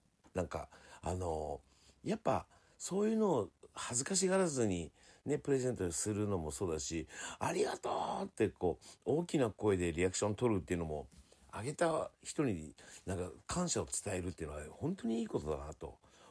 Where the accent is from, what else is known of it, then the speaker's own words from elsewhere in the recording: Fukuoka, Japan; あの地元に帰ってまして、で今あの博多に帰ってきて、はい、でちょっとまた明日は長崎だとか九州中をね